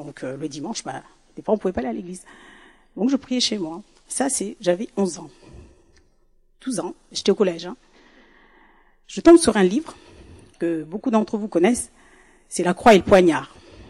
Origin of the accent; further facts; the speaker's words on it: New Caledonia; moved away as an adult; Je viens de la Nouvelle-Calédonie, j'ai oublié de vous me présenter. Je n'ai pas grandi ici, donc je suis arrivée ici, j'avais 26 ans.